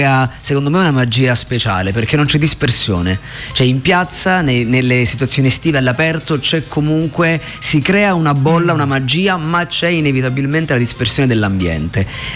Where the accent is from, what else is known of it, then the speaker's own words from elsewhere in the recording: Calabria, Italy; now in Milan, Italy; Però ovviamente il mio cuore inevitabilmente ha delle radici molto molto forti con la mia terra natia, che è la Calabria.